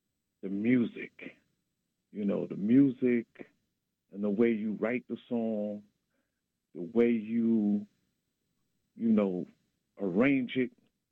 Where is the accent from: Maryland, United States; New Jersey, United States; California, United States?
New Jersey, United States; New Brunswick; now in Edison, United States; I'm from Edison right now. I live in Edison, but I'm originally from New Brunswick, Holland Park area.